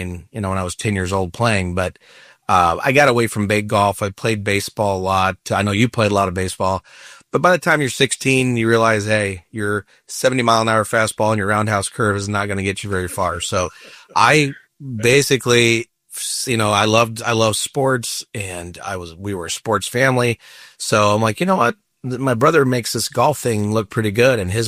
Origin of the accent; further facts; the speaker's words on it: Carbondale, Illinois, United States; I grew up in Carbondale, the college town.